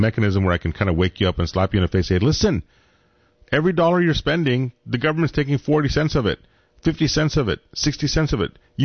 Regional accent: Iran; I came from Iran. I'm a Syrian Christian. In Iran, you don't get to have, you know, they don't like you to have churches or whatever.

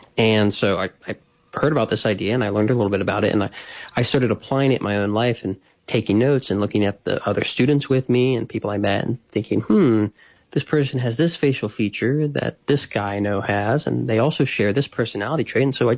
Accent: Alabama, United States; now in Mississippi, United States; I am not. I've been a few times. I love it there, but I am from Alabama originally. I live in Mississippi now.

